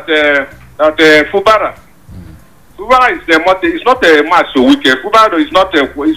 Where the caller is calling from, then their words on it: Nigeria; from Busa Fuji.